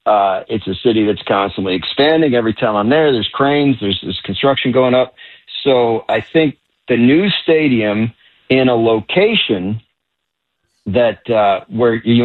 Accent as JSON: {"language": "English", "region": "New Jersey", "country": "United States", "tie": "born or raised there", "lives_now": "Connecticut, United States", "said": "see, I grew up in New Jersey and I live in Connecticut"}